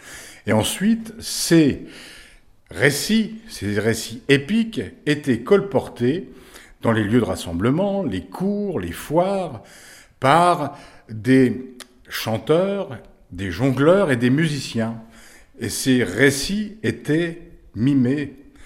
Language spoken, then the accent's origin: French; Château-Regnault, Grand Est, France; also born or lived in Charleville; Je suis né à Charleville et j'ai poussé à Château-Regnault